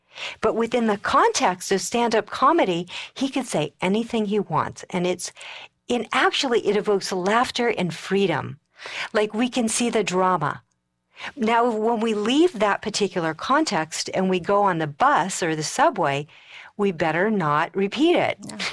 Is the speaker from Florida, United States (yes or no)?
no; Colorado, United States; You know, I like California. I come from Colorado. It's bone dry there, so my hair is really straight.